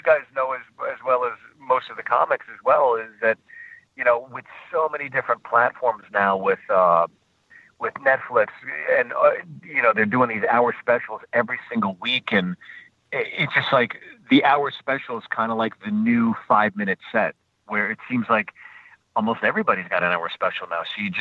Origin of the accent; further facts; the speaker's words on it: Pittsburgh, Pennsylvania, United States; you know, I grew up in Pittsburgh.